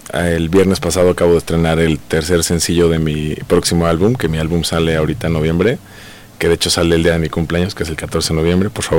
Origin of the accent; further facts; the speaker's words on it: Mexico City, Mexico; originario de la Ciudad de México, igual que Johan.